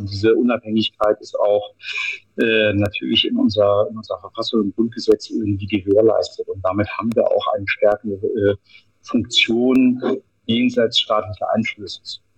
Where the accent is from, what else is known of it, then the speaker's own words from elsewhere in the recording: Northern Germany, Germany; moved away; weil wenn man als Norddeutscher nach Bayern kommt, dann sagen sie nicht alle, ach super, endlich mal ein Norddeutscher hier.